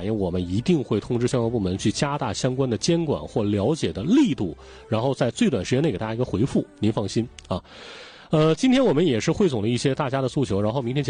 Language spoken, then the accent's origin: Chinese; Anshan, Liaoning, China; moved away; 我的老家是鞍山